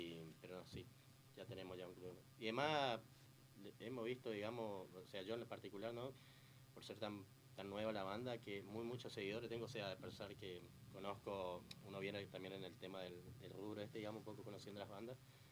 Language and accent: Spanish; Misiones, Argentina; now in San Luis, Argentina; yo no soy acá en San Luis, soy de Misiones y ya tenía esos planes en Misiones